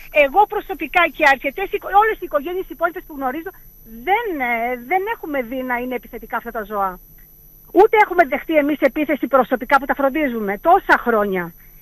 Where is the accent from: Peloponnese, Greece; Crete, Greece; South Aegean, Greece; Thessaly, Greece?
Crete, Greece; Θα ήθελα να σας πω ότι το χωριό μου είναι ένα φιλόζωο χωριό, το οποίο πραγματικά αγαπάει τα ζώα και τον πολιτιστικό, τον πολιτισμό. Όλα τα ζώα του χωριού μας είναι εμβολιασμένα, είναι στηρωμένα. Είναι τσιπαρισμένα με τσιπ από το Δήμο Ηρακλείου